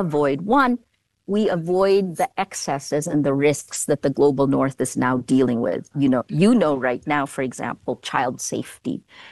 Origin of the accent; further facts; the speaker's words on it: Philippines; Because I come from the Philippines